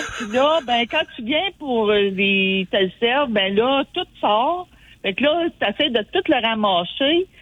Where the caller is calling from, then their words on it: Plantagenet, Ontario, Canada; Moi, je suis à Plantagenet.